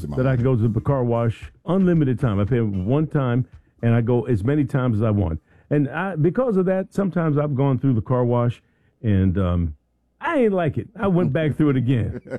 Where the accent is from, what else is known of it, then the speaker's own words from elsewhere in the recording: Philadelphia, Pennsylvania, United States; Hey, you know, I'm from Philadelphia. Had to modify myself and get down here and talk like the country folks did.